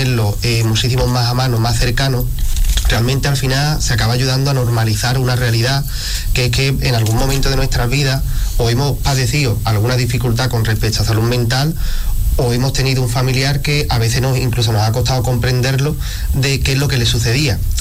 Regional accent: Arcos de la Frontera, Andalusia, Spain; salvo a lo mejor Manuel y yo, que sí que somos de Arco

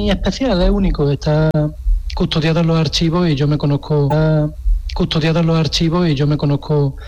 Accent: Andalusia, Spain; hacerlo en la radio pública, que es la más escuchada de Andalucía, que es mi tierra, es un verdadero privilegio.

